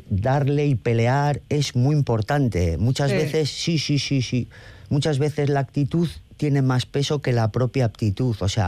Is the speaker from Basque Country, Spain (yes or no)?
yes; Ortuella, Basque Country, Spain; No, lo cierto es que pues yo soy de Ortuella, que es un pueblo pues absolutamente obrero, fruto de la inmigración.